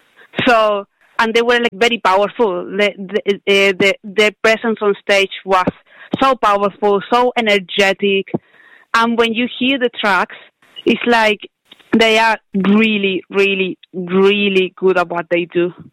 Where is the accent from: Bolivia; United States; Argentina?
Argentina; moved away as an adult; now in Liverpool, United Kingdom; I am from Argentina, actually, so I am a very far away from home, but I am in my second home, which is Liverpool